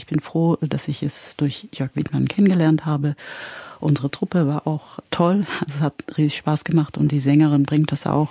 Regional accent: Hamburg, Germany; also born or lived in Salzburg; now in Saarbrücken, Germany; Ich habe angefangen in Hamburg, das ist meine Heimatstadt. Dann bin ich nach Salzburg gegangen und dann am Ende meines Studiums, zum Aufbaustudium, tatsächlich nach Saarbrücken.

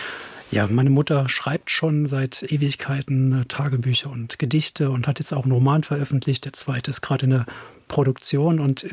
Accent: Hemmersdorf, Saarland, Germany; Also in meinem Heimatort Hemmersdorf war ich in einer Coverband und habe da die ersten Erfahrungen als Keyboarder gemacht.

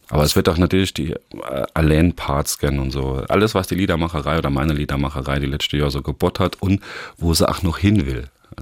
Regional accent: Quierschied, Saarland, Germany; now in Saarbrücken, Germany; Also das ist so meine alte Heimat. Ich wohne jetzt schon seit über 20 Jahren in Saarbrücken.

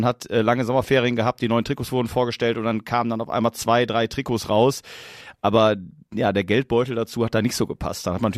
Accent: North Rhine-Westphalia, Germany; also ich komme aus der Nähe von Duisburg

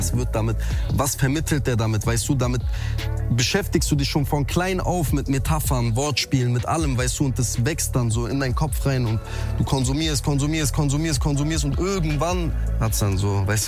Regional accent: North Rhine-Westphalia, Germany; Aber ich komme ja aus NRW

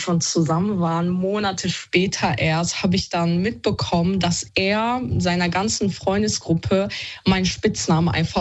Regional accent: Düsseldorf, North Rhine-Westphalia, Germany; Ja, Düsseldorf.

